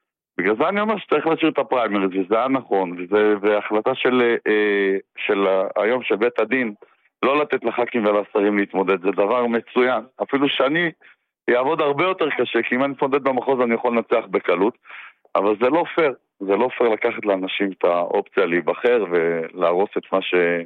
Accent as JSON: {"language": "Hebrew", "region": "Northern District", "country": "Israel", "said": "אני באתי בתור מושבניק מהגליל."}